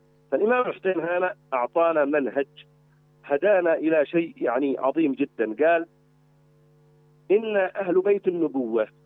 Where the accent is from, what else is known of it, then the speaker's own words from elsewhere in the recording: Yemen; إحنا كشعب يمني يمن الإيمان والحكمة